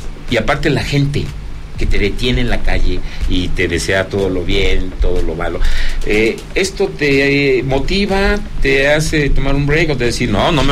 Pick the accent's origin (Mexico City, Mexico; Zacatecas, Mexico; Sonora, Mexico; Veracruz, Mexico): Zacatecas, Mexico; Un grupo de personas para mi tierra Zacatecas se reúnen en una casa, escuchan el programa y le gustan.